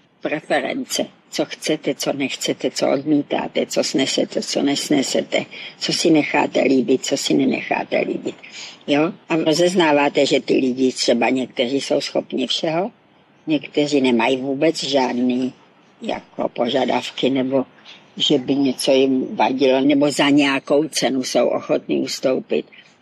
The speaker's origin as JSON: {"language": "Czech", "region": "Moravia", "country": "Czechia"}